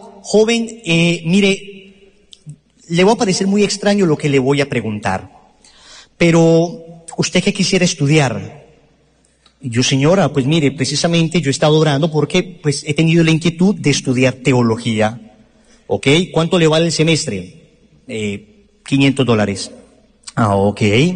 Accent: Colombia; decimos en Colombia, en mi tierra, la repetición de la repetidera.

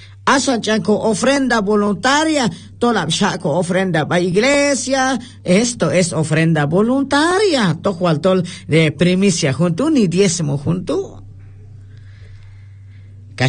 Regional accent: Guatemala; Entonces somos personas qu

